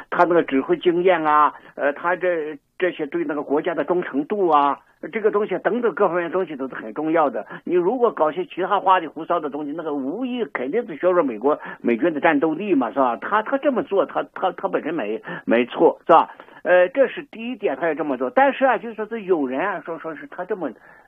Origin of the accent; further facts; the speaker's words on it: China; 我们中国人